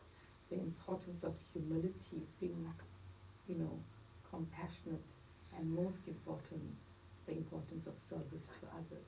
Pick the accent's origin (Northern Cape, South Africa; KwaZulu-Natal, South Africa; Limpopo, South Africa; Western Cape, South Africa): KwaZulu-Natal, South Africa; Durban; So, I grew up in Durban, South Africa, during the apartheid era. I was born into apartheid